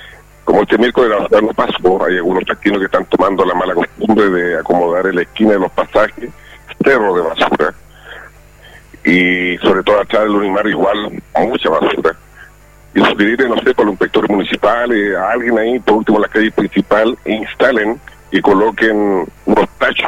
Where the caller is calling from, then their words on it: Coronel, Biobío, Chile; Yo acá en Coronel no lo he visto.